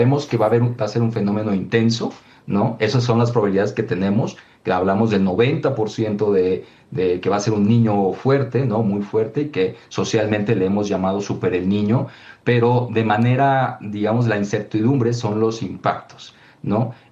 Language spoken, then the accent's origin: Spanish; Tabasco, Mexico; Yo soy de Tabasco